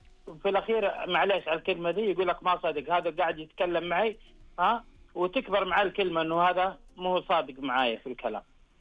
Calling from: Jeddah, Makkah Province, Saudi Arabia

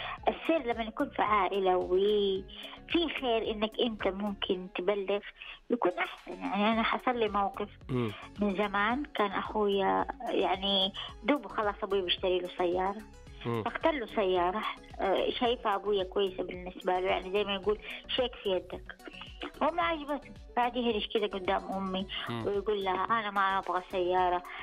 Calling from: Mecca, Makkah Province, Saudi Arabia

